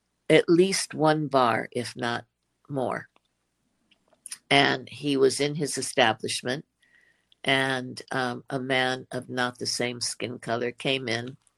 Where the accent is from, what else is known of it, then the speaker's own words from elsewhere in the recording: Los Angeles, California, United States; And I told him I was from L.A.